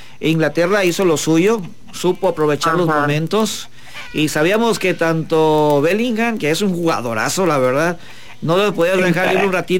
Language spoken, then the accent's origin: Spanish; Mexico; Yo soy mexicano, pero arriba España.